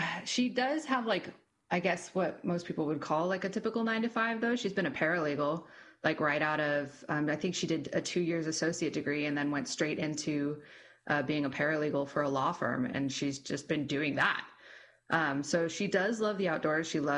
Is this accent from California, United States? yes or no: yes; El Centro, California, United States; we grew up in El Centro because she moved from Hopeville to El Centro.